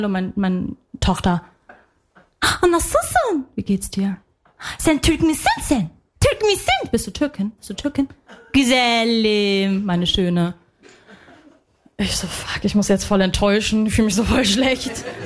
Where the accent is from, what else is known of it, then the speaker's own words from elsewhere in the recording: Lebanon; ich bin Libanesin.